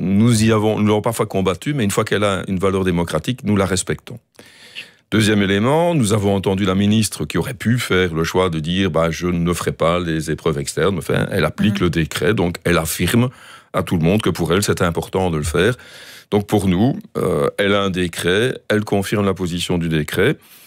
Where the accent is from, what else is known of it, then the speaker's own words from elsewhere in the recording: Liège, Wallonia, Belgium; accent: slight provincial Liège accent; Mais mon léger accent provincial est plutôt liégeois, comme vous l'entendez.